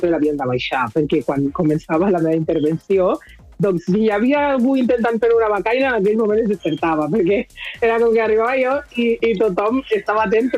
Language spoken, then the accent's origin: Catalan; Lleida, Catalonia, Spain; born there; Sí, jo vaig néixer a Lleida de mare catalana.